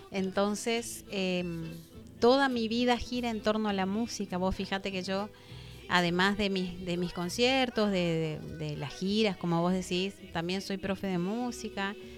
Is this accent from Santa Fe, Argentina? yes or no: yes; Reconquista, Santa Fe, Argentina; Extraño mi tierra, extraño mi gente. Por eso vivo en Reconquista.